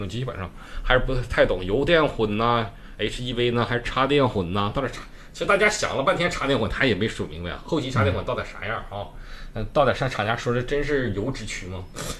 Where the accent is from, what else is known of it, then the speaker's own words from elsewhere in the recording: Northeast China, China; accent: Northeastern dialect; 用我们东北话